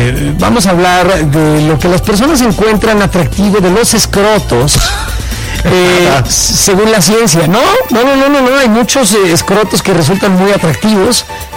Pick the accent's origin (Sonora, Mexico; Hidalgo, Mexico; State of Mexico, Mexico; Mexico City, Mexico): Mexico City, Mexico; Coyoacán, el sur de la ciudad, el Pedregal, de donde soy, tiene un olor característico, sobre todo cuando llueve.